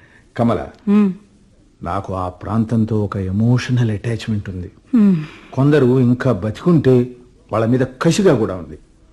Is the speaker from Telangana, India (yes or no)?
no; Andhra Pradesh, India; నేను కోనసీమలో పుట్టాను, 16 ఏళ్ళు అక్కడ పెరిగాను. ఇండస్ట్రియల్గా అది అన్ఎక్స్ప్లోర్డ్ ఏరియా.